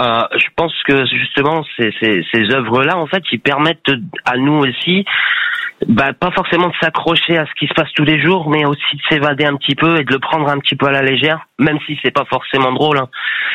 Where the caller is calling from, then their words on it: Tourcoing, Hauts-de-France, France; Bah, moi, je suis de Tourcoing.